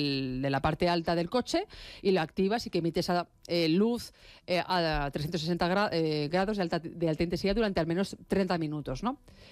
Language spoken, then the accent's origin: Spanish; Valladolid, Castile and León, Spain; moved away; Valladolid, que es mi tierra.